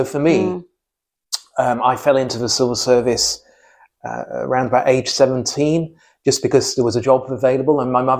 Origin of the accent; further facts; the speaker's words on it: Sheffield, Yorkshire and the Humber, United Kingdom; born there; Did you? Okay, I was born in Sheffield as well.